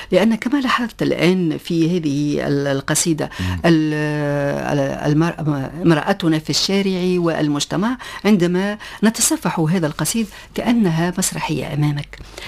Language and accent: Arabic; Tunisia; عندنا في تونس